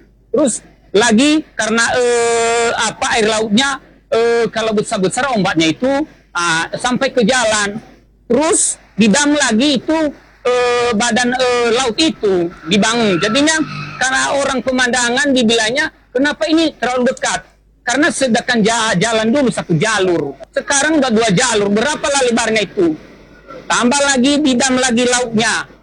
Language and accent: Indonesian; Indonesia; Desa Babuzaua, desa saya, lahir di sini. Nah, terus dari kecil sampai berkeluarga lah